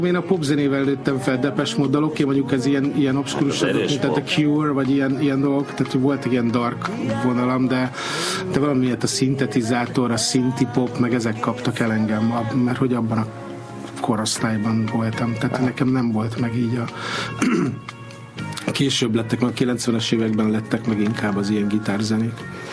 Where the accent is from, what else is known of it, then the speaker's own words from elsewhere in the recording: Budaörs, Pest, Hungary; én Budaörsi vagyok